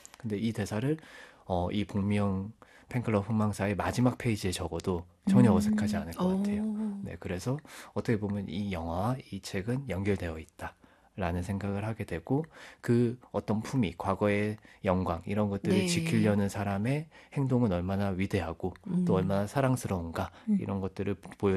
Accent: Gyeongsang, South Korea; 경상도 출신이기 때문에 북카이를 몇번 가봤습니다.

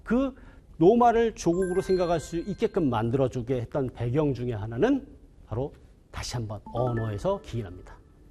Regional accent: South Korea

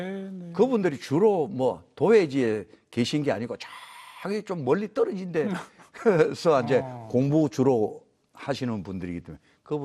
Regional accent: South Korea; 제가 고향이 남쪽이라서 어릴 때부터 트로트를 많이 듣고 자랐습니다.

